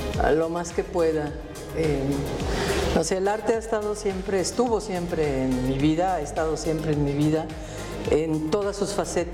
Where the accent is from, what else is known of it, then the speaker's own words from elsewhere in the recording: Yucatán, Mexico; born there; al haber nacido en Yucatán, es inevitable que como yucateca haya practicado todas las disciplinas artísticas.